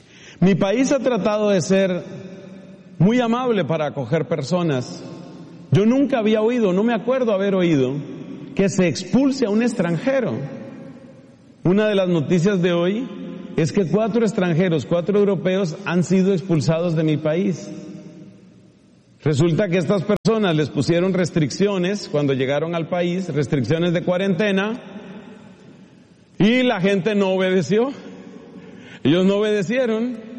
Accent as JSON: {"language": "Spanish", "country": "Colombia", "moved": "yes", "lives_now": "United States"}